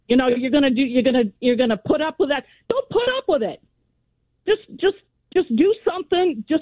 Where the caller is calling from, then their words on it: Ohio, United States; Now, I know I'm calling from Ohio. OK, maybe I don't have a skin in this game, but I listen to you guys every single night